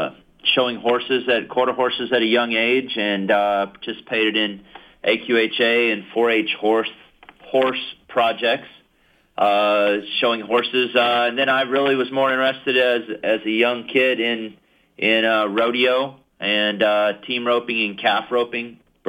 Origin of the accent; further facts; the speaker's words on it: United States; I grew up in Washington County. You know, a number of my family lives there.